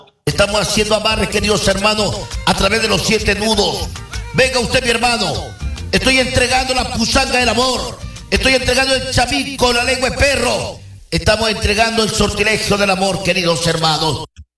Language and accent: Spanish; Huancabamba, Piura, Peru; que vengo de la Guaringa de Huancabamba.